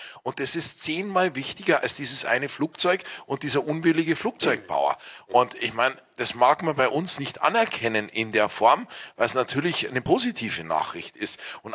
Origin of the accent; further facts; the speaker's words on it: Germany; Und wir haben als Deutsche ein ganz großes Interesse